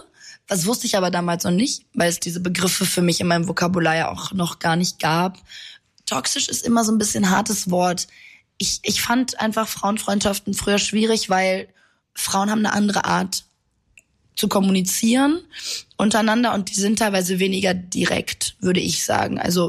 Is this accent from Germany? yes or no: no; Italy; born or raised there